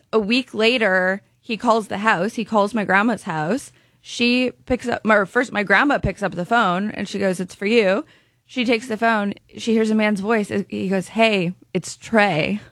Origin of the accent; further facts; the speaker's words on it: Canada; now in Los Angeles, United States; I am Canadian, as is my mom.